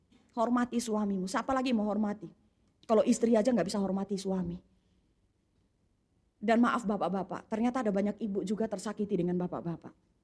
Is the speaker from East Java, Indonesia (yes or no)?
no; Soe, East Nusa Tenggara, Indonesia; Saya orang Kupang, saya orang Soe gitu ya, Soe dingin saudara.